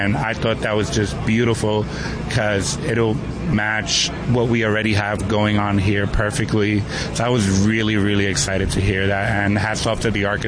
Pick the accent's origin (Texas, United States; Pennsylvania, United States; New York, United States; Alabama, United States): New York, United States; Bronx; And then I grew up in the Bronx, where graffiti was very prevalent.